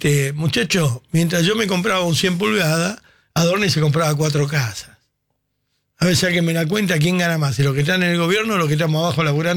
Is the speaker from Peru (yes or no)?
no; Argentina; Somos todos tangueros argentinos.